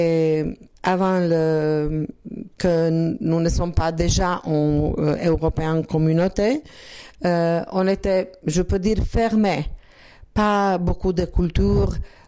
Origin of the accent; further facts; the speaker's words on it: Zagreb, City of Zagreb, Croatia; French is a second language; Nous viendrons de Zagreb, de capitale, et nous habitons à une petite paroisse, mais pas, pas petite. Il y a 7000 habitants.